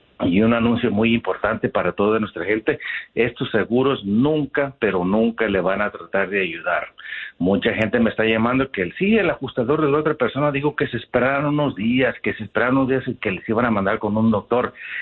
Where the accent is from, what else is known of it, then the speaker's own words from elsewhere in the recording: Mexico; born there; yo nací en México, yo entiendo los modos de nuestra gente, yo sé la cultura de nuestra gente